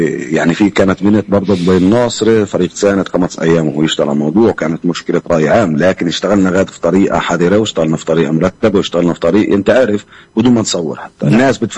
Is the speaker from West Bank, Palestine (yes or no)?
no; Jerusalem, Palestine; وأنا كابن القدس الوطن الجميل والمدينة الجميلة وابن البلد القديمة كلياتنا إخوان ننتمي لها تراب هذا الوطن الجميل